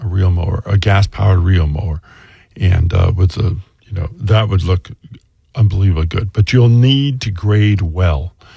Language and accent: English; California, United States; moved away; I'm from California originally, and we grew Bermuda lawns